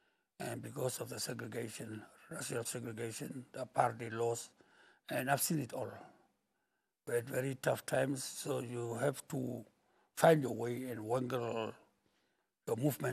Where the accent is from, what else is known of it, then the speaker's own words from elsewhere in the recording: Windhoek, Khomas, Namibia; also born or lived in Okahandja, Namibia; Well, I was actually born in Okahanja, but I grew up in Windhoek. I schooled in Windhoek. So I was exposed to urban life as from a very young age. And I grew up at Windhoek's old location